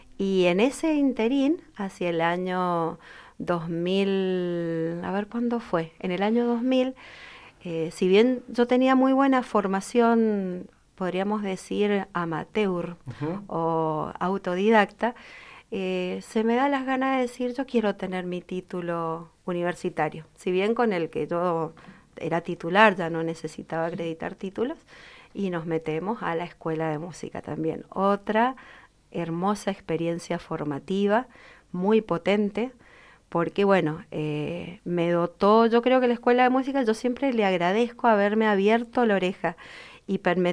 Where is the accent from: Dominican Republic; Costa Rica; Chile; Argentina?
Argentina; En algo, como argentinos tenemos, descollamos.